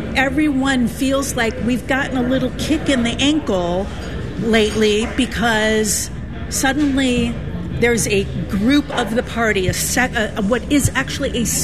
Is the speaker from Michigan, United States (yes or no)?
yes; Michigan, United States; I'm from Michigan. I grew up going to Temple Israel, which was the temple where the terrorist put his car through the middle of the temple.